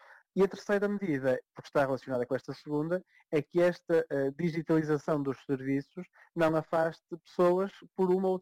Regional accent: Portugal; moved away as an adult; Eu quando saí de Portugal, em 2008, lembramos-nos bem, não eram os melhores anos do país

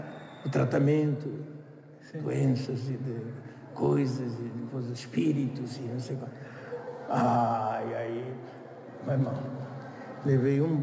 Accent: Angola; depois os tratamentos, os milongos, que nós temos em Angola.

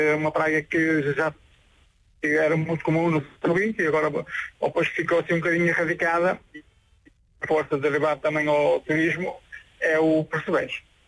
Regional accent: Vila Nova de Gaia, Porto, Portugal; Eu, Vila Nova de Gaia, Canelas.

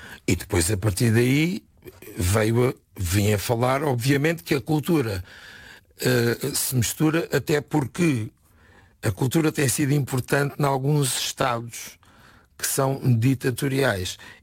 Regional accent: Setúbal, Portugal; não gostava de deixar esta vida sem presidir à Câmara Municipal de Setúbal, que é a minha terra.

